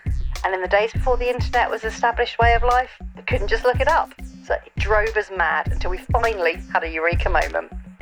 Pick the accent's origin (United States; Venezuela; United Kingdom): United Kingdom; London; As a child in suburban London